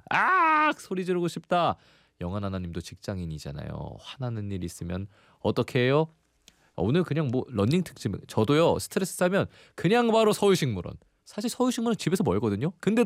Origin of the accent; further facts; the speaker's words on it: Incheon, South Korea; 제가 또 인천 출신이라 여기서 동해를 더 좋아합니다.